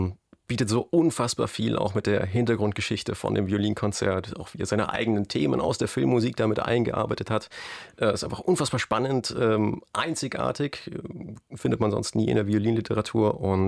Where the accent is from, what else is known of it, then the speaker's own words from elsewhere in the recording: Bavaria, Germany; Als Bayer ist man dann natürlich ein bisschen automatischer naturgebunden mit den Alpen vor der Haustür.